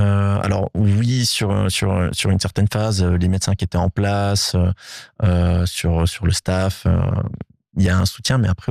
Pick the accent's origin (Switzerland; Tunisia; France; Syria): Switzerland